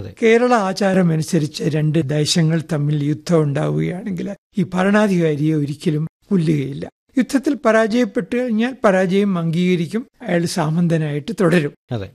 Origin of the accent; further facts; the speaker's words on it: Kayamkulam, Kerala, India; now in Thiruvananthapuram, India; ഞാൻ തിരുവനന്തപുരത്താണ് ജീവിക്കുന്നത്. ഞാൻ പക്ഷെ ജനിച്ചത് കായംകുളത്താണ്.